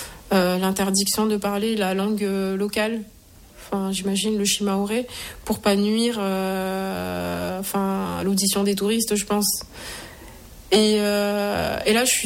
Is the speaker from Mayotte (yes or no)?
yes; Dzaoudzi, Mayotte; arrivé en hélicoptère là, à la mairie de Dzaoudzi, là où j'ai grandi, mais en fait c'était un événement majeur, parce que tous les enfants, tout le monde était convié à aller l'accueillir.